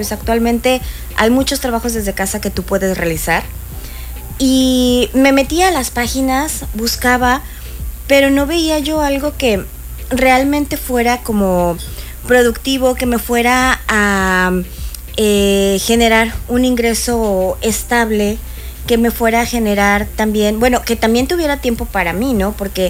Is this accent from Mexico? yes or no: yes; Guadalajara, Jalisco, Mexico; now in Cancún, Mexico; soy de Guadalajara, tapatía 100%, pero amando Cancún. Y pues tengo aquí 15 años.